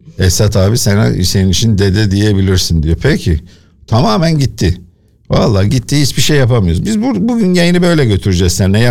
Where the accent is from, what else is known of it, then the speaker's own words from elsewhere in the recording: İzmir, Turkey; Benim mahallem. Ben orada doğdum büyüdüm.